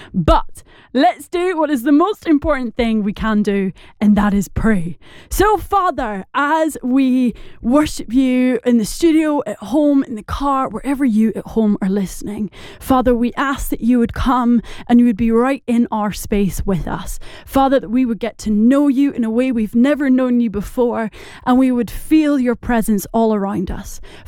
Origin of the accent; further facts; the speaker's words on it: Glasgow, Scotland, United Kingdom; accent: Glaswegian; It is such a joy to hear that Glaswegian accent, as I have one too.